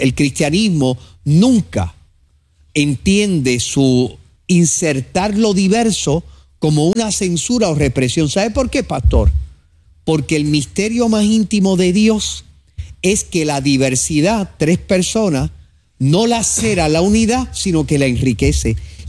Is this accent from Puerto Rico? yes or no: yes; Puerto Rico; lo que nosotros somos como puertorriqueños